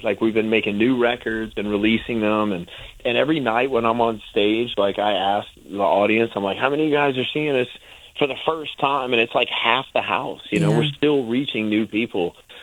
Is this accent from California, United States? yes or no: no; Shreveport, Louisiana, United States; my hometown in Shreveport.